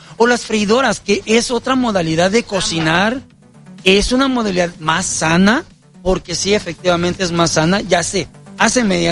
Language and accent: Spanish; Veracruz, Mexico; Ya como buen mexicano, como buen jarocho